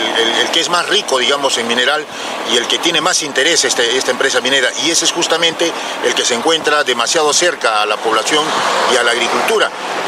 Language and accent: Spanish; Tambo Valley, Deán Valdivia district, Arequipa, Peru; Yo he nacido aquí en el Valle de Tambo, en el distrito de Deán Valdivia.